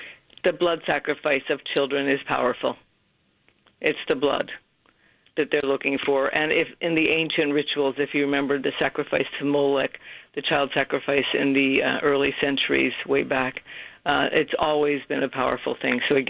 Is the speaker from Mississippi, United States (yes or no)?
no; Philadelphia, Pennsylvania, United States; now in Arlington, United States; We grew up in the Philadelphia area